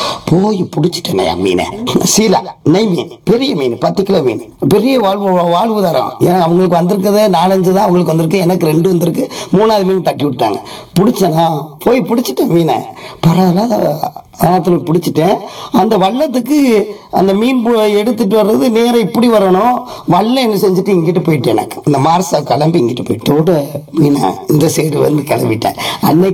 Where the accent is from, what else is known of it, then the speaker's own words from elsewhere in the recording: Pamban, Tamil Nadu, India; born there; நான் பாம்பெல்லாம் பிறந்தேன். கடை வயது 53 ஐயா.